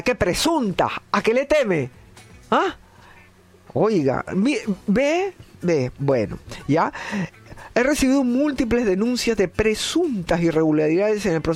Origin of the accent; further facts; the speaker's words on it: Peru; siendo peruanos, ¿no?